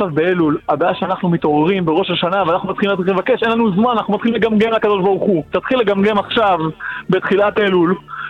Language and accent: Hebrew; Jerusalem, Jerusalem District, Israel; כן, ירושלים.